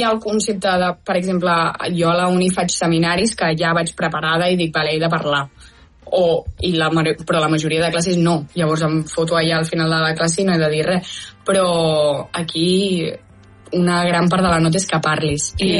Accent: Catalonia, Spain; moved away as an adult; now in United States; som quatre catalans

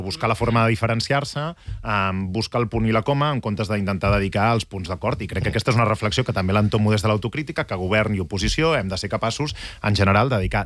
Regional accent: Catalonia, Spain; crec que ha sigut una setmana on s'han expressat valors que també són reflexa de què som com a societat catalana.

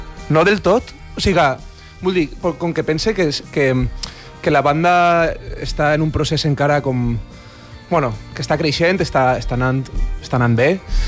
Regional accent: Valencia, Valencian Community, Spain; quan te'n vas de la teua ciutat, que nosaltres som de València

